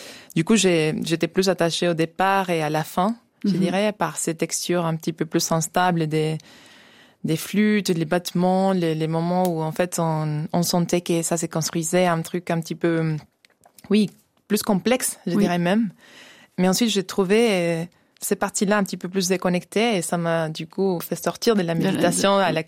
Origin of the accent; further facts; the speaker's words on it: Argentina; moved away; chez moi en Argentine